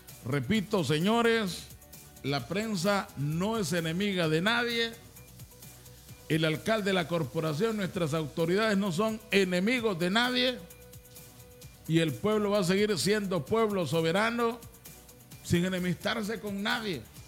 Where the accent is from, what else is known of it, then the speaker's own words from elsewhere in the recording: Olanchito, Yoro, Honduras; aquí vivimos, aquí nacimos, aquí crecimos y muchos aquí vamos a morir.